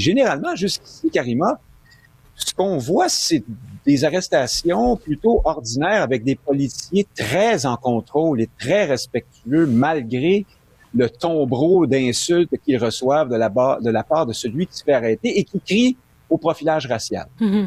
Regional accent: Montreal, Quebec, Canada; je suis Montréalais.

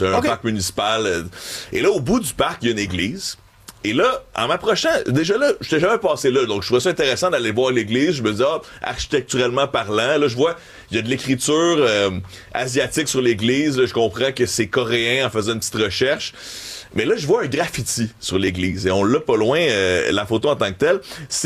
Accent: Montreal, Quebec, Canada; born there; moi, je suis né à Montréal

